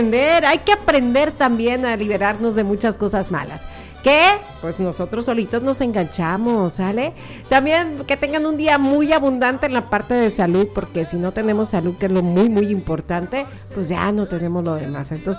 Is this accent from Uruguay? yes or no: no; Mexico; Que somos mexicanos, hombre.